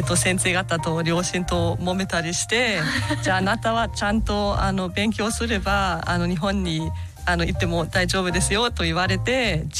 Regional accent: Germany; Japanese is a second language; moved away as an adult; now in Sendai, Japan; ドイツ出身で、実はドイツで生まれ育ったのはすごい小さな半島で3000人しか住んでないところです。

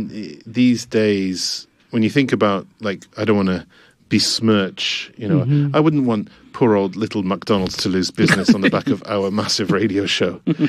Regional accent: Newcastle, North East England, United Kingdom; But Five Guys, yeah, it's in my hometown, Newcastle. Very popular.

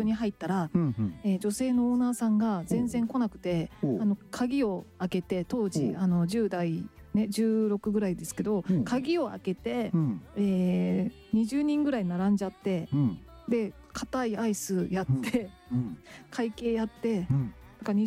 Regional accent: Kagawa, Japan; 実は私あの地元の香川県にいる頃にですね、あの31で、うん、バイトしてたことがあるんですけど、

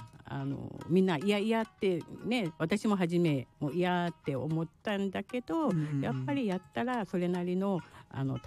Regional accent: Naha, Okinawa, Japan; で私はもともとの那覇町出身だから大体の、

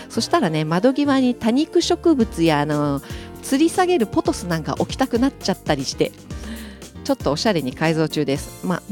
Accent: Okinawa, Japan; moved away as an adult; now in San'in region, Japan; 沖縄、私実は沖縄出身なんですが

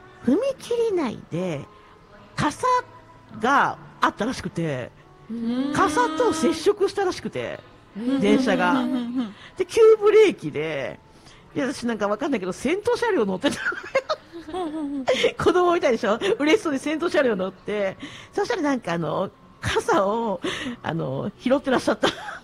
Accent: Nagasaki, Japan; 今日の旅サラダは私の地元長崎からでした。

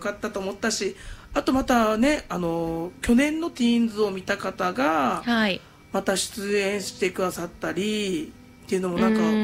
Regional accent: Amami, Kagoshima, Japan; 私たちの島っていうのは周りが海に囲まれていて、

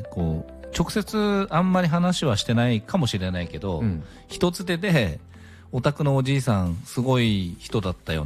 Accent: Choshi, Chiba, Japan; moved away; 僕の出身の銚子市ってところがもう過疎化が進んでしょうがないと。

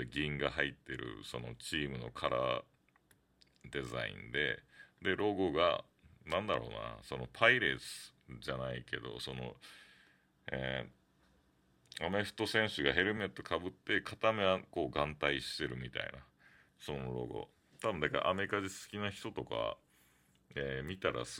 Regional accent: Okinawa, Japan; now in Los Angeles, United States; やっぱ沖縄出身だから

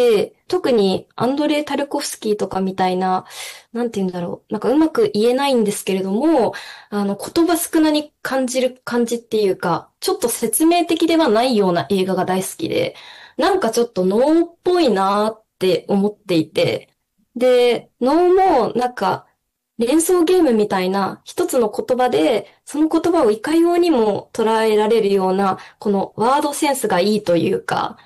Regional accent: Hiroshima, Japan; moved away; 地元広島なんですけれども

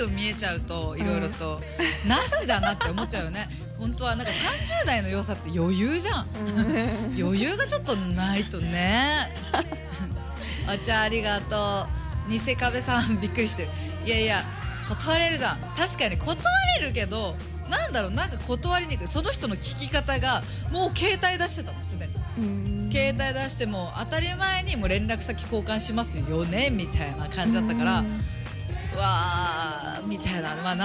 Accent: Ishigaki, Okinawa, Japan; 私どこ中とか言われても石垣出身だから

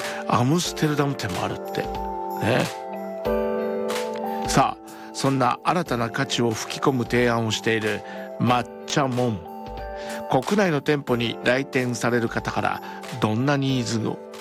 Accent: Shizuoka, Japan; 私も静岡出身ですからね

